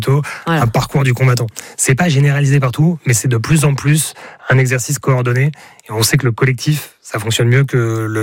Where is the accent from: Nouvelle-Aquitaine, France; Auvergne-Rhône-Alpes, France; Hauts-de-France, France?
Hauts-de-France, France; moi je viens de Picardie, de l'Aisne par exemple